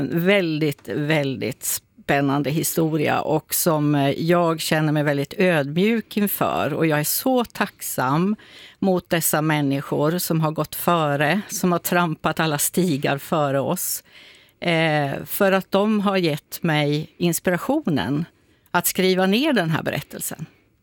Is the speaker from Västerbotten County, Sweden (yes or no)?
yes; Umasjö, Västerbotten County, Sweden; För jag kommer ursprungligen ifrån södra Lappland, ifrån en liten by som heter Umasjö, som ligger mellan Tärnaby och norska gränsen, kan man säga. Och där är min mamma uppväxt, och där var mina morföräldrar fjällbönder i början på 1900-talet.